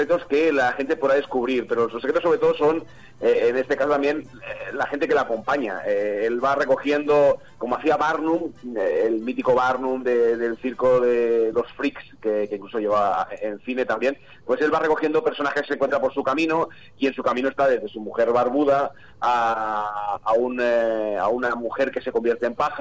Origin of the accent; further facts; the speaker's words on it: Santa Coloma de Gramenet, Catalonia, Spain; Pues mira, nosotros somos de Santa Coloma de Gramenet, que es una población que está muy pegadita a Barcelona